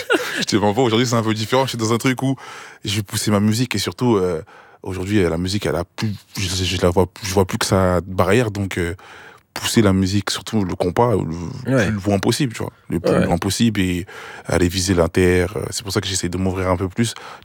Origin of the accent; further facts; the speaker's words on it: Haiti; j'ai un titre code qui fait que je suis haïtien.